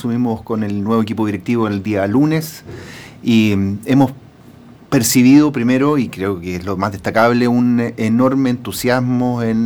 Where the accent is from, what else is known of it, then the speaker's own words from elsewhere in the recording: Talcahuano, Biobío, Chile; yo soy originario de esta región, soy de Talcahuano, nací y me crié en el barrio de La Higuera de Talcahuano